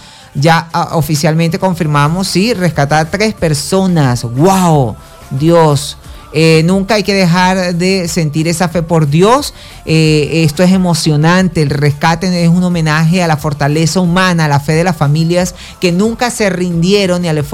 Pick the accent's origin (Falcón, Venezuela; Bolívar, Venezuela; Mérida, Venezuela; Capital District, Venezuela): Capital District, Venezuela; Caracas; born there; No comparto, y no nací en Táchira, nací en Caracas, pero soy más gocho que el pastelito con arroz con carne.